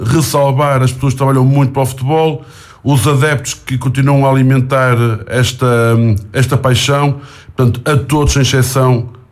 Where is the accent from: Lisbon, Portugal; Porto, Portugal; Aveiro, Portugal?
Aveiro, Portugal; São João de Ver; acho que é importante toda a gente saber que eu sou de São João de Ver